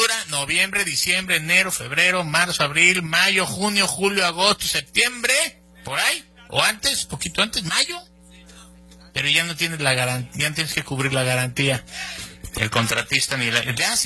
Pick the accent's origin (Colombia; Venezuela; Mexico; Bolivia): Mexico; Morelos; Yo soy de aquí, güey. Yo puedo ser gobernador de Morelos.